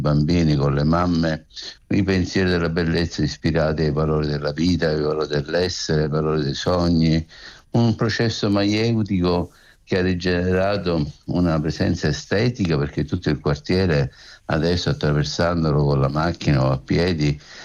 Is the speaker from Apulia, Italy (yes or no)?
no; Sicily, Italy; io da siciliano